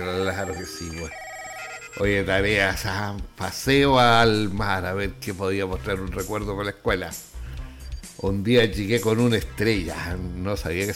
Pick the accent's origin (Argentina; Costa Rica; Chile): Chile